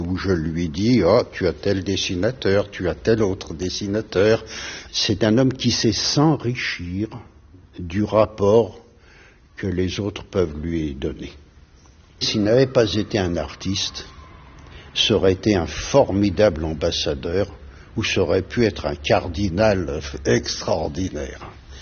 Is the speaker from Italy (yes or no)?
no; Paris, Île-de-France, France; parce que moi, je suis parisien